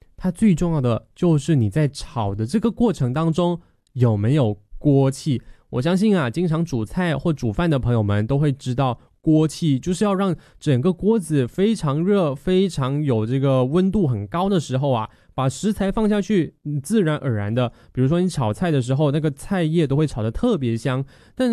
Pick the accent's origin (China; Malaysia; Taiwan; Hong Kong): Malaysia; 也就是可能我们马来西亚人会俗称黄面